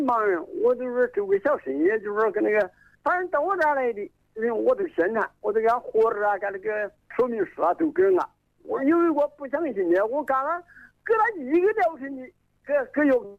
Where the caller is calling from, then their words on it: Zhongxiang, Hubei, China; 我是中乡市南湖六桥山的